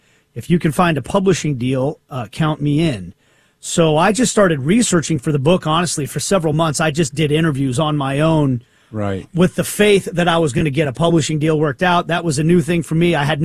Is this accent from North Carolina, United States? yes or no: no; Kansas City, Missouri, United States; where are you from? And I would say Kansas City